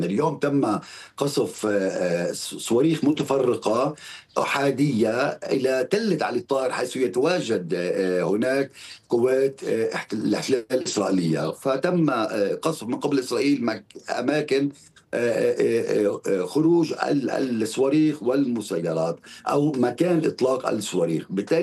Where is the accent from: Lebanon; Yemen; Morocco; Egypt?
Lebanon; يعني يعني نحن اليوم أبناء لبنان ونعرف يعني ونتابع